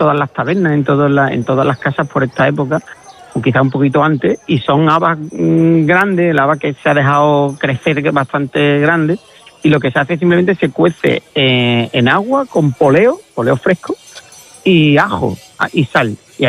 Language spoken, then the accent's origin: Spanish; Villarrasa, Andalusia, Spain; y en mi tierra, pues, en la parte que decías tú, Ana, muy bien, que mi pueblo está a 40... Yo digo que Villarro está a 40 kilómetros de todo, porque está a 40 kilómetros de Huelva capital